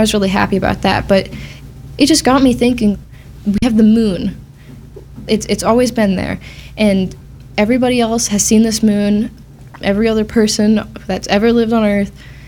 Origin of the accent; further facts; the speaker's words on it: Newport, Rhode Island, United States; I'm 17 and I'm from Newport, Rhode Island.